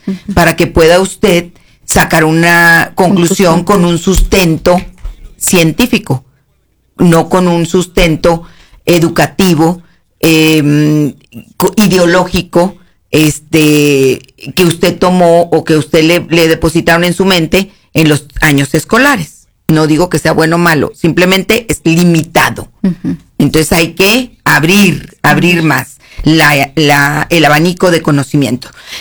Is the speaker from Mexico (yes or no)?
yes; Coahuila, Mexico; somos coahuilenses